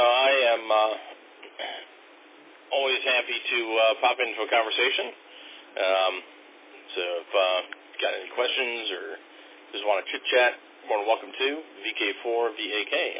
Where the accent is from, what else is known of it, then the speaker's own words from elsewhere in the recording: Ohio, United States; moved away as an adult; also born or lived in Columbus, Georgia; now in Australia; over in Australia … I'm originally from Ohio, spent a fair bit of time down in Georgia, down in Columbus, Georgia